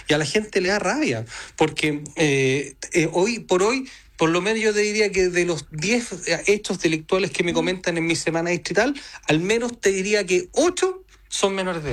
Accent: Chile; y yo lo digo como cualquier chileno

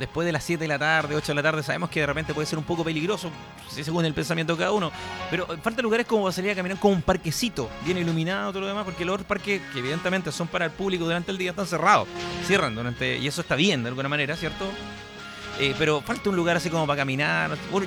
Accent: Valdivia, Los Ríos, Chile; yo soy de Valdivia

